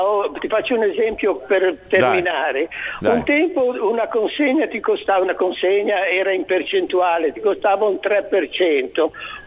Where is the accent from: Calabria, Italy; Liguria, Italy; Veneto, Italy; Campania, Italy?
Liguria, Italy; Cairo Montenotte; born there; io sono nata a Cairo Montenotte